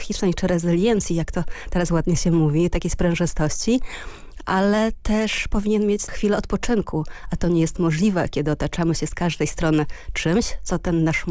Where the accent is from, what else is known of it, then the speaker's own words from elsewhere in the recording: Janowiec, Lublin Voivodeship, Poland; now in Warsaw, Poland; Ja się wychowałam na wsi, w Janowcu nad Wisłą, na Lubelszczyźnie, przepięknej miejscowości, gdzie były i górki, i doliny, i skałki, i lasy, i łąki, i ogród mojej babci, i pole mojej babci